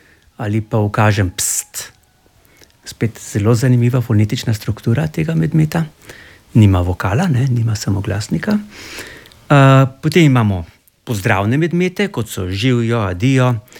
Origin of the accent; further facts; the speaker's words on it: Ljubljana, Central Slovenia, Slovenia; Jaz sem, rojen sem v Tacnu, oziroma mladost se preživljal v Tacnu, pod Šmarno goro in tam je zraven teče reka Sava.